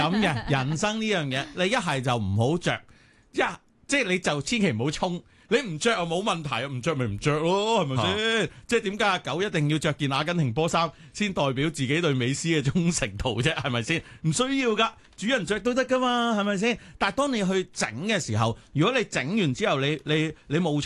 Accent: Hong Kong; 我哋作为香港人

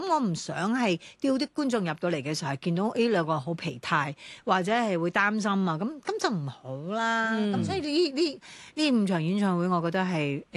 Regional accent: Hong Kong; 我哋身为香港人

